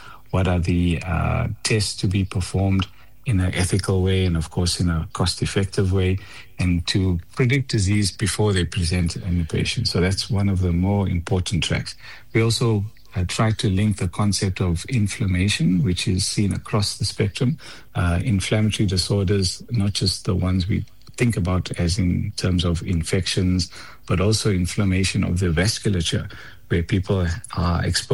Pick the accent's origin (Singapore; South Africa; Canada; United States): South Africa